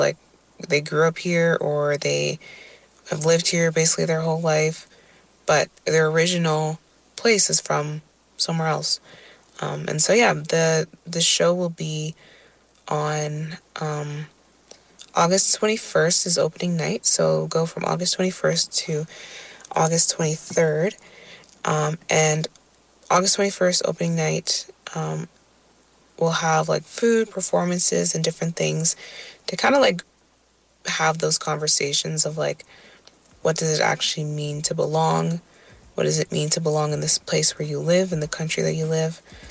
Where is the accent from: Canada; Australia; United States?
Canada; So kind of rediscovering like my Nigerian roots, but also like what that means for me here in Canada as well. Because I grew up here and stuff like that.